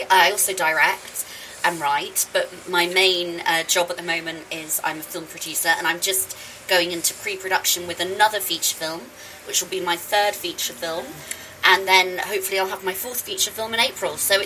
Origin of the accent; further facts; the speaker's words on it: Leighton Buzzard, East of England, United Kingdom; born there; I was born just outside of London, about 40 miles northwest in a town called Leighton Buzzard in Bedfordshire. So that's on the edge of Herts, Beds and Bucks.